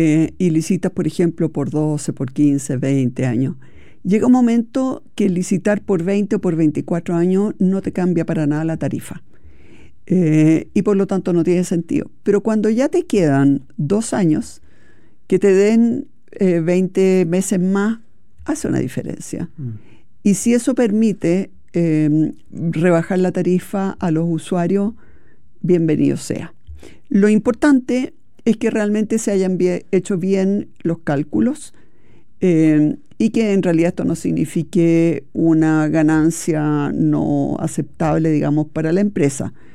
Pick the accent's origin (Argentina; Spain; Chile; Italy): Chile